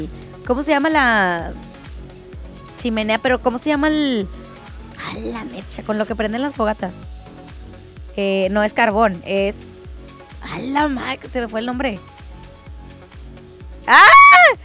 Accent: Monterrey, Nuevo León, Mexico; Nosotros los regios

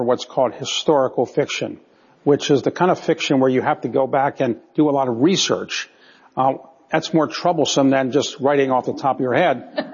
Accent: Baltimore, Maryland, United States; when I was growing up in Baltimore, there was a sport called lacrosse

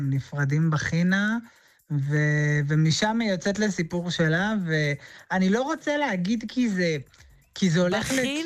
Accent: Re'ut, Central District, Israel; also born or lived in Kiryat Gat; לא, אז רגע, אני גרתי בקריית גת באמת, אבל אני עזבתי את קריית גת בגיל 5.

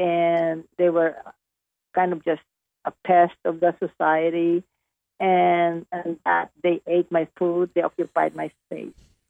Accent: Western Visayas, Philippines; Negros. Negros Occidental. It's Visayas. It's in the middle part of the Philippines.

